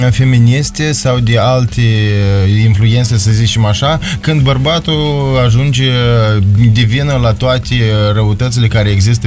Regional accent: Moldova

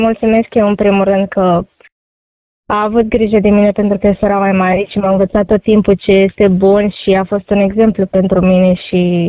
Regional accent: Bucharest, Romania; Din București.

